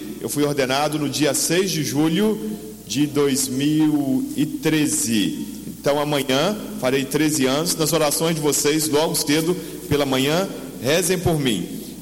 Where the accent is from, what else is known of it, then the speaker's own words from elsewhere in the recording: Brazil; nós somos brasileiros, né?